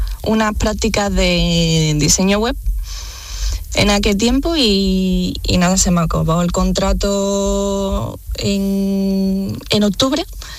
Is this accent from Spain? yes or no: yes; Seville, Andalusia, Spain; now in Belgium; Soy de Sevilla, capital.